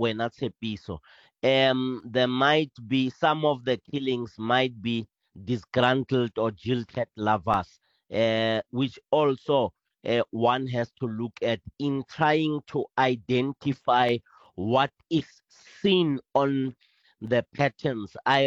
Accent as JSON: {"language": "English", "country": "South Africa"}